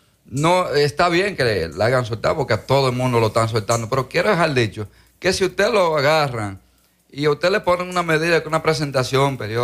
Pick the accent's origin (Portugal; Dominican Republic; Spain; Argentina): Dominican Republic; soy dominicano